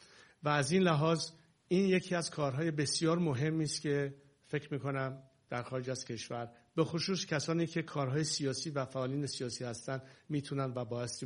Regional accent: Iran; moved away; ما که در خارج از ایران هستیم،

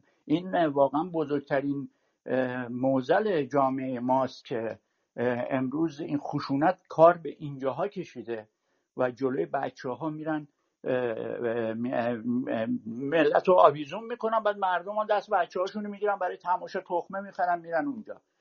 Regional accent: Iran; moved away; من الان 37 ساله که خارج از ایرانم، یعنی یه چند سالی بوده، 2-3 سالی بود که انقلاب شده بود اومدیم این

